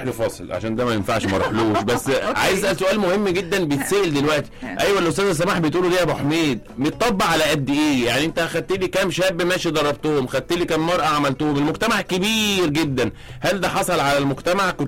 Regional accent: Egypt; وهي دي فينا كمصريين

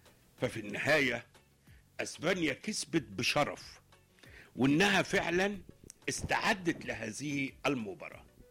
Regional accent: Egypt; فرحتي كمصري ان الارجنتين منتخبنا الوطني هو الوحيد اللي جاب فيهم 3 اهداف.

